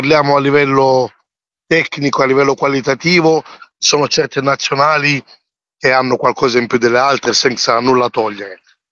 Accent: DR Congo; la Repubblica Democratica del Congo, il mio paese

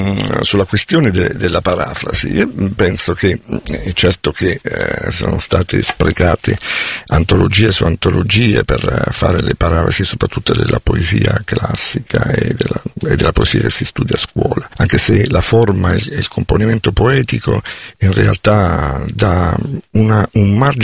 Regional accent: Abruzzo, Italy; Io sono abruzzese

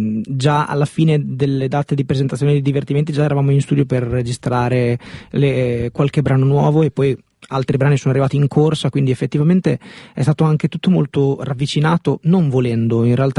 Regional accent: Cesena, Emilia-Romagna, Italy; E poi sono venuto direttamente da Milano, però vengo da Cesena.

